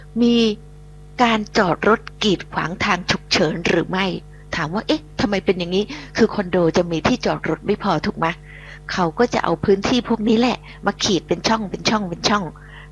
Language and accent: Thai; Phuket, Thailand; now in Bangkok, Thailand; ดิฉันนี่จากเกาะดิฉันเป็นคนภูเก็ตเนาะดิฉันเป็นคนเกาะนะมาอยู่กรุงเทพโดนด้านแปลว่ามาอยู่กรุงเทพนานก็มาตั้งแต่เรียนหนังสือกลับบ้านก็มีบ้างนะคะ